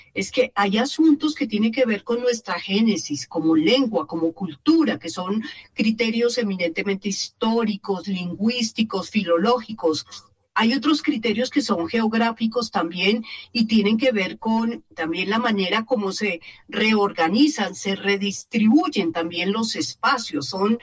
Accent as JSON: {"language": "Spanish", "country": "Colombia", "said": "como colombianos, ¿cómo nos identificamos?"}